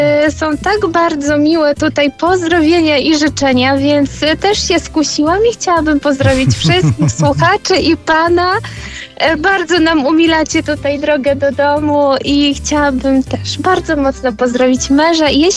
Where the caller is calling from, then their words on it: Mińsk Mazowiecki, Masovian Voivodeship, Poland; Jestem z Mińska Mazowieckiego, ale akurat jesteśmy przed Warszawą.